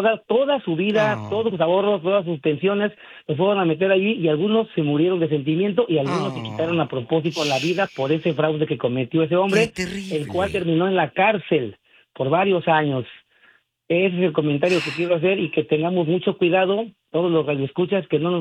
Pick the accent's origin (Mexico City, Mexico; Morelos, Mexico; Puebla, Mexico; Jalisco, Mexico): Morelos, Mexico; Yautepec; Y alrededor de ese pueblo de Yautepec, que es de donde yo soy, había